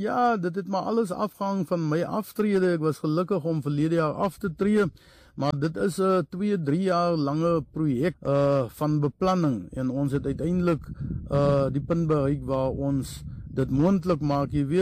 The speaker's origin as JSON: {"language": "Afrikaans", "town": "Worcester", "region": "Western Cape", "country": "South Africa", "said": "Ons is almal daar van Woester, en ons het ten spyte van ons verskille van verskillende kulture, kom ons verskillende ras, verskillende gewoontes"}